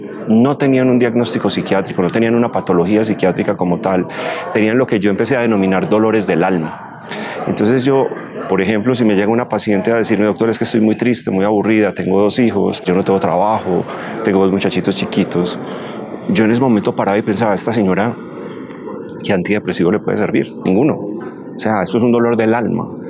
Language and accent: Spanish; Colombia